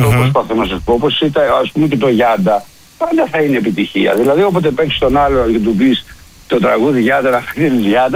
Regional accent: Greece; ξεκινώντας από το νησί μου, από τα διπλανά νησιά, από ένα κοινό ας το πούμε μικρό σε σχέση με την υπόλοιπη Ελλάδα

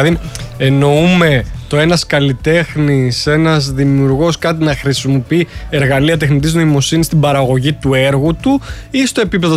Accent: Rethymno, Crete, Greece; Εγώ από το Ρέθυμνο.

